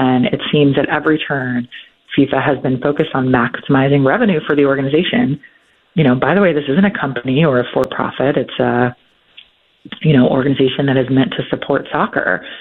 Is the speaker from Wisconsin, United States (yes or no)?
no; Nashville, Tennessee, United States; I Nashville is my hometown